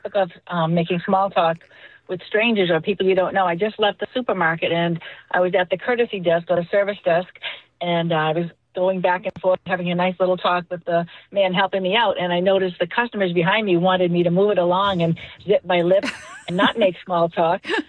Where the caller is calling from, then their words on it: Brewster, Massachusetts, United States; Actually, I'm calling from Brewster, Mass.